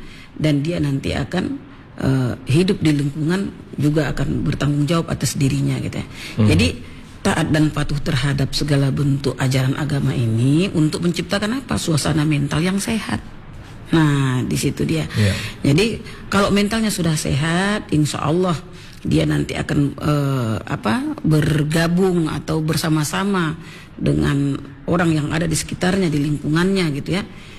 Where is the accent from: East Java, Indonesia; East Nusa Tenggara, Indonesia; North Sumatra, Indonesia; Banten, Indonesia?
North Sumatra, Indonesia; Tanjungbalai; Yang Tanjung Balai ini daerah saya nih.